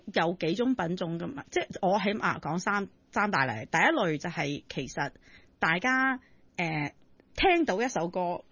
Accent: Hong Kong; 我哋香港人

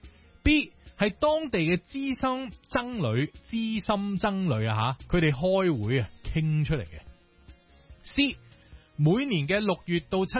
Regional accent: Hong Kong; 对于我哋香港人嚟讲，就系相对比较认识得多一啲

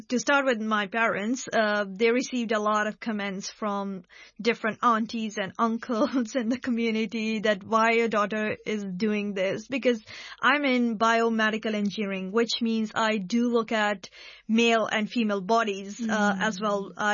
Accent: Pakistan; English is a second language; Being Pakistani women in STEM, that too in engineering, which has always been considered, especially back in my country, a very male, or you can say solely a male dominant field.

